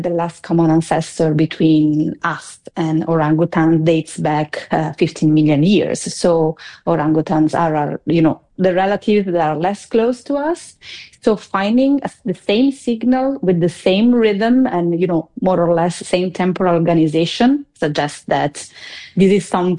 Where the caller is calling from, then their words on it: Italy; I'm speaking from Italy.